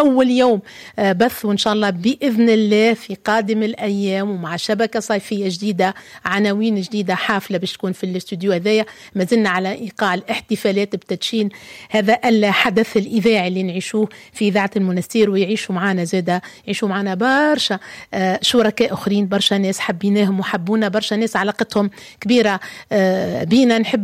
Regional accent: Tunisia; accent: Tunisian; ونحكي وكان عربيتنا، ونحكي وكان لهجتنا التونسية المهذبة والراقية.

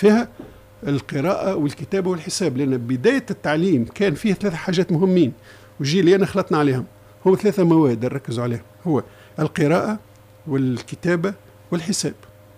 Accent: Tunisia; فما أنا ولد تونس أنا دافع على تونس

